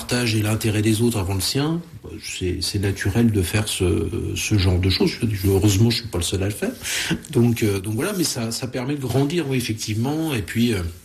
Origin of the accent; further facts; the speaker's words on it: Nevers, Bourgogne-Franche-Comté, France; also born or lived in Normandy / Paris; Alors, donc moi je suis originaire de Bourgogne, de Nevers.